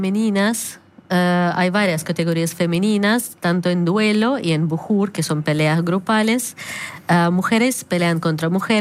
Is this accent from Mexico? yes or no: no; Russia; moved away as an adult; now in Argentina; Sí, yo soy de Rusia.